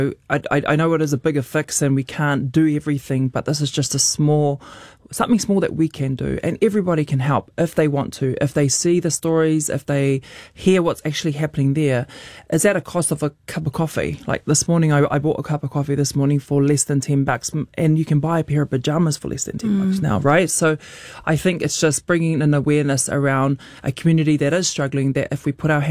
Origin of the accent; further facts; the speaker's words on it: Mangere, Auckland, New Zealand; also born or lived in Rotorua; It's home for me. It's my community. I was born in Rotorua, but brought up in Mangere, South Auckland. Menmore Hospital is right there. Kids First Hospital is right there.